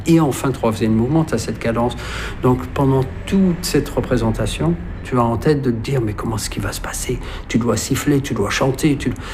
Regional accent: Algeria; born there; toute ma famille était là, les pieds noirs, parce que je suis né en Algérie.

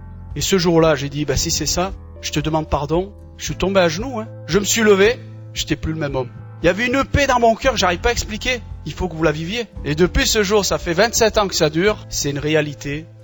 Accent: Algeria; Je suis algérien, on est issu d'une famille nombreuse, 14 frères et sœurs. On nous a appris, par rapport à notre religion, à connaître Dieu.

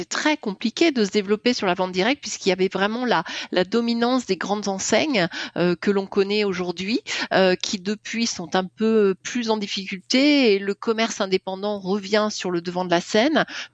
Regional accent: Centre-Val de Loire, France

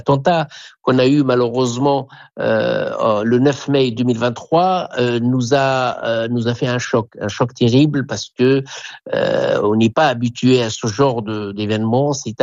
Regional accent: Djerba, Medenine, Tunisia; now in France; je suis né à Djerba et j'ai grandi à Djerba et j'ai une attache particulière puisque mes parents, ma sœur habite à Djerba

